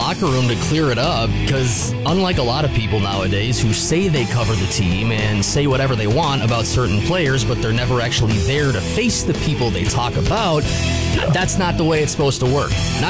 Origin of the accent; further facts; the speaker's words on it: McFarland, Wisconsin, United States; my hometown. McFarland, Wisconsin, 53558.